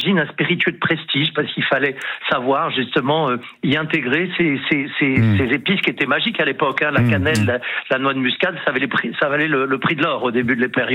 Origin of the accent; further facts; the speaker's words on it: France; en plus, en tant que Français, un petit coup de cocorico très rapide.